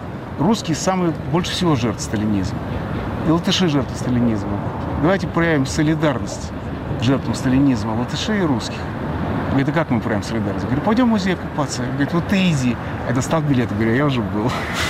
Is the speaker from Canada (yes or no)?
no; Moscow, Russia; Однажды я, как москвич, плавал в бассейне и курил.